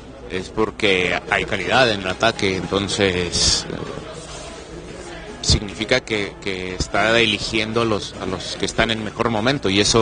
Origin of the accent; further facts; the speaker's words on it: Mexico; Como mexicano siempre es expectativas altas